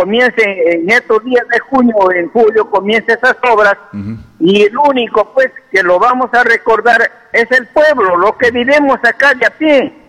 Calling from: Bagua Province, Amazonas, Peru; aquí en nuestra provincia de Bagua

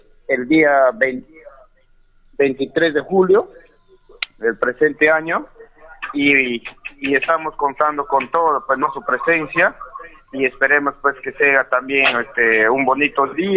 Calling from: Peru; en nuestro Centro Poblado Nueva Vida

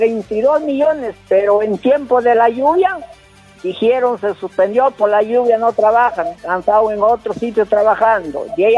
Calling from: Chirinos, Cajamarca, Peru; de Lindo América, Chirinos.

